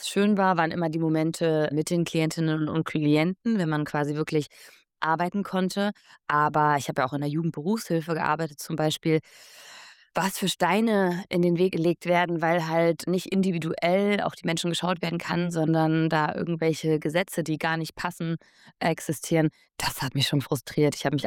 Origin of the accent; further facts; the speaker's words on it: East Germany, Germany; meine eigene Biografie und Erfahrung als junge Frau, die aufgewachsen ist in Ostdeutschland. Und dann bin ich nach Leipzig gezogen und habe am Literaturinstitut studiert